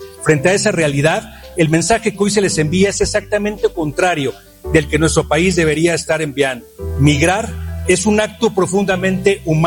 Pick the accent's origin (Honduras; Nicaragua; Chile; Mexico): Mexico